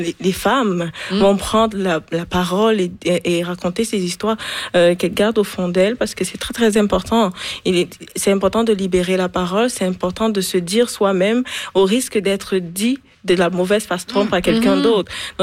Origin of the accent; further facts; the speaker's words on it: Cameroon; moved away; J'étais chez moi au Cameroun